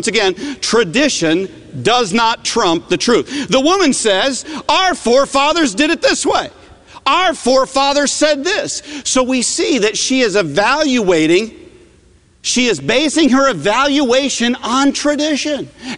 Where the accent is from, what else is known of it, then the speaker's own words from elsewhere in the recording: Northeast, United States; I came from the Northeast, and in the Northeast, many worship in hushed, hallowed settings